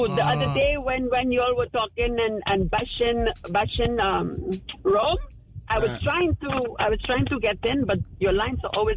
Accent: Trinidad & Tobago; I'm from right here, Trinidad, born and bred.

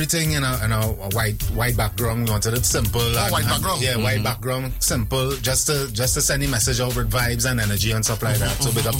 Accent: Trinidad & Tobago; I grew up in Trinidad and Tobago.

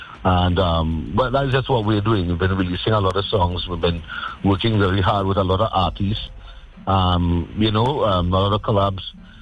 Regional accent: Trinidad & Tobago; And being a Trinidadian, being a tree, first, that comes first more than anything. This is where I'm born.

